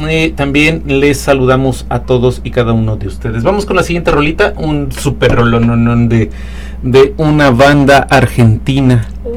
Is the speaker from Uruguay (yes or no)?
no; Chalco, State of Mexico, Mexico; now in Jalpan de Serra, Mexico; me hace recordar el lugar de donde vengo, que es Chalco, Estado de México, cerquita del volcán Popocatépetl y del volcán Iztaccíhuatl.